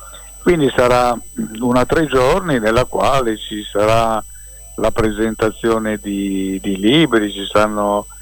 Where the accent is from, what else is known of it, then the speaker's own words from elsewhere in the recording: Cuneo, Piedmont, Italy; nella mia città natale a Cuneo